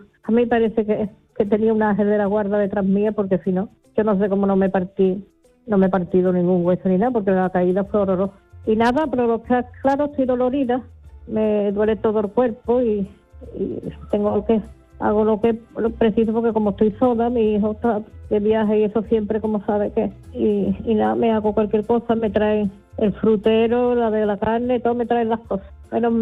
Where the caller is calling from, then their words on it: Seville, Andalusia, Spain; de Sevilla.